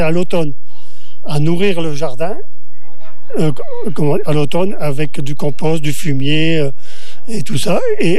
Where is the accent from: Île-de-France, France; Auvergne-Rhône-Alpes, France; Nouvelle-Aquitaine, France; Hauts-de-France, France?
Hauts-de-France, France; moved away; Bon, moi, je suis d'origine du Pas-de-Calais. Et la culture, elle n'est pas faite pareil. Mais j'ai appris à cultiver ici.